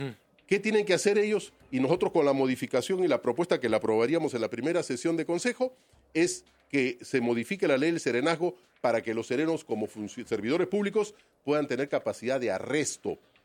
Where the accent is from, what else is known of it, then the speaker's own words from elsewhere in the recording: Peru; now in Lima, Peru; como buen limeño de corazón, aunque yo soy provinciano